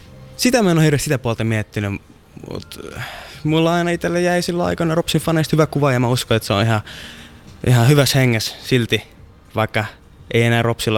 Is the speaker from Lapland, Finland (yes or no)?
yes; Rovaniemi, Lapland, Finland; moved away; also born or lived in Espoo; Tämä on mun kotikaupunki kuitenkin ja just niin kuin sanoin, täällä aloittanut silloin futiksen aikoina ja pelannut täällä paljon pelejä